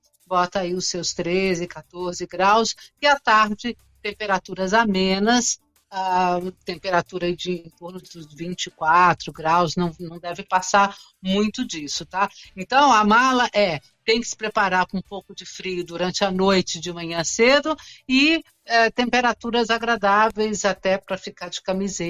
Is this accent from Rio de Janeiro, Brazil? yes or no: yes; Rio de Janeiro, Brazil; você é mineira e eu sou do Rio de Janeiro, quase com pé em Minas. A gente fala angu, a gente não fala polenta.